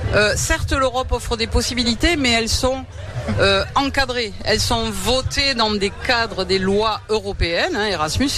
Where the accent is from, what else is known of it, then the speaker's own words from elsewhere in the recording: France; nous, on est français